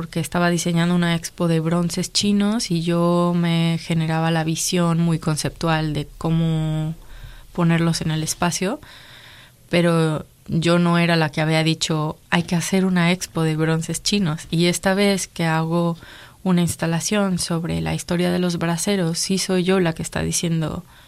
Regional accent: Mexico City, Mexico; cuando los de la Ciudad de México decimos eso, sonamos muy ofensivos.

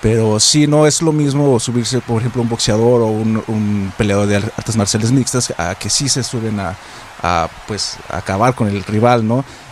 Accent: Aguascalientes, Mexico; now in Chicago, United States; Soy originario de Aguascalientes, México. Y pues ahorita estoy aquí en Chicago haciendo un poquito de carrera en la lucha.

